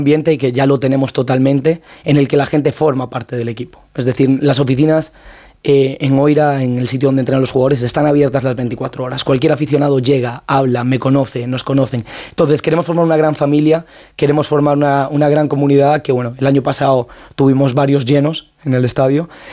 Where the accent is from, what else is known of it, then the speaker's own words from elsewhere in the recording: Colombia; Yo jugaba al fútbol de pequeño, yo vivía en Colombia y yo jugaba en una cantera en Colombia